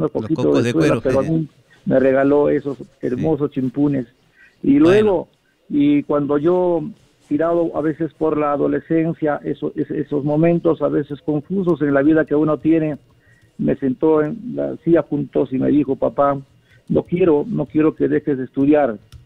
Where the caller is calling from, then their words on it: Chiquián, Ancash, Peru; Desde Chiquián, la tierra de Luis Pardo, de la Puyerupajá, y bueno, pues en Ancash, en la provincia de Bolognesi.